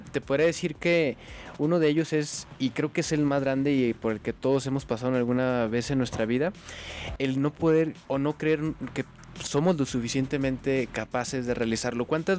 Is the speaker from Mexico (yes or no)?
yes; Zacatecas, Mexico; como buen zacatecano, me encanta mi estado, me encanta Zacatecas